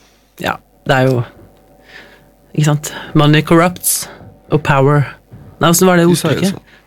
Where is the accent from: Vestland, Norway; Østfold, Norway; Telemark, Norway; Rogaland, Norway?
Telemark, Norway; Drangedal er dritfitt, jeg kommer fra Telemark.